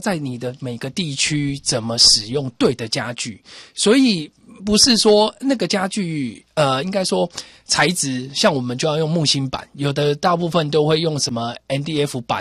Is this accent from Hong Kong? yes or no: no; Taiwan; 我们台湾人